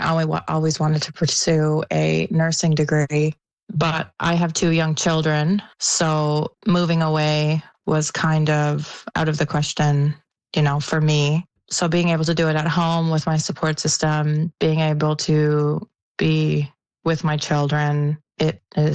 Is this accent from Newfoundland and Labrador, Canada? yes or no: yes; Sheshatshiu, Newfoundland and Labrador, Canada; And growing up in Shetshoshi, I always wanted to work at their local clinic and, you know, serve the community and the surrounding communities.